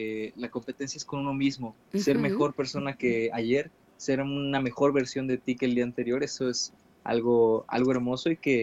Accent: Tula de Allende, Hidalgo, Mexico; originario de Tula de Allende, la ciudad de los gigantes en el estado de Hidalgo.

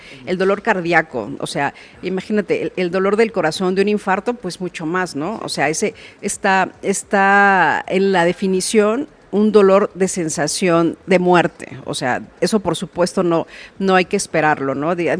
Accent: Mexico; somos los mexicanos

